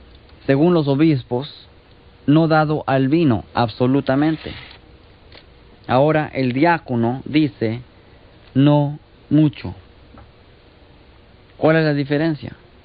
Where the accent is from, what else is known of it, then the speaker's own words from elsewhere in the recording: Mexico; born there; moved away; Yo me acuerdo de niño en México y cuando íbamos a comer con mis abuelos